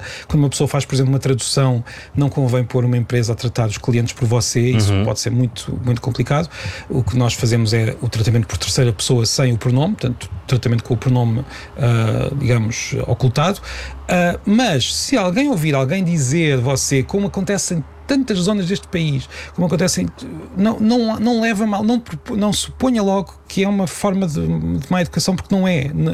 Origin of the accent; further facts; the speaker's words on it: Peniche, Centro, Portugal; ter uma colega que eu sabia, porque era da minha terra, que usava você com muita frequência, porque em Peniche é perfeitamente habitual